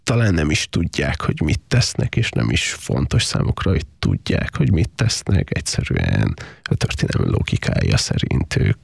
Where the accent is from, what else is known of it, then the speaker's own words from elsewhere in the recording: Transylvania, Romania; a saját Erdélyhez való viszonyomnak és a szülőföldemmel kapcsolatos érzéseimnek